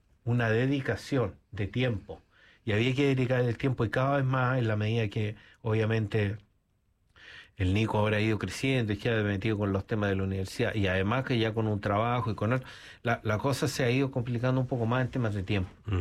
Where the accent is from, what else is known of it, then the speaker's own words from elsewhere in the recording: Chile; now in New Zealand; nosotros somos chilenos